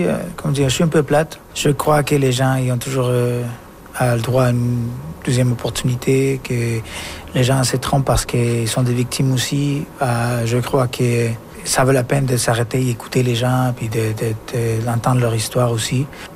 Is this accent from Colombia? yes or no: yes; Colombia; also born or lived in Quebec, Canada; now in Alberta, Canada; je viens de la Colombie, mais j'habitais au Québec, alors je viens du Québec aussi. Puis quand je vais ailleurs, je viens de la Colombie, j'ai passé par le Québec, mais je viens de l'Alberta.